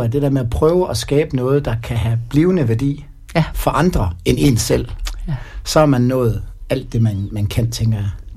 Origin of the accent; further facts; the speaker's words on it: Vejle, Region of Southern Denmark, Denmark; moved away as an adult; also born or lived in Skagen; now in Vendsyssel, Denmark; Jeg er jo barnefødt i Vejle og født og opvokset der også. Og som 19-årig, der emigrerede jeg til Skagen og var deroppe nogle år. Og har så flyttet lidt rundt i Vendsyssel. Og jeg bliver jo aldrig vendelbo